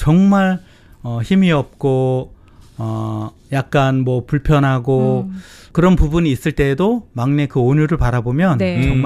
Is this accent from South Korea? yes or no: yes; Dangjin, South Chungcheong, South Korea; now in Jeju, South Korea; 저희도 이제 고향이 제주가 아니고 충청남도 당진이기 때문에